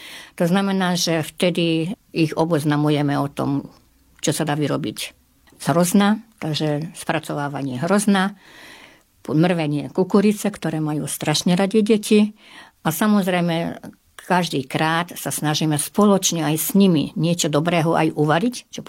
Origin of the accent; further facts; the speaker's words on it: Oroszlány, Komárom-Esztergom, Hungary; u nás v Oroslani boli zaužívané krupicové šulance.